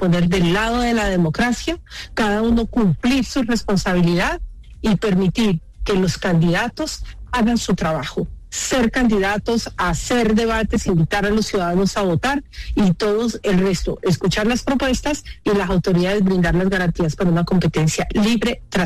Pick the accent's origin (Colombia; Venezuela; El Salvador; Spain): Colombia